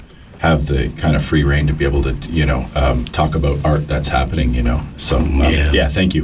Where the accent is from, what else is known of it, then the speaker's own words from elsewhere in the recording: Canada; it's really cool as a Canadian coming over here.